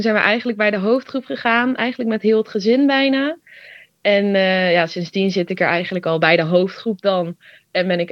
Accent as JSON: {"language": "Dutch", "region": "North Holland", "country": "Netherlands", "said": "Ik ben 21. Ik kom uit Noord-Holland."}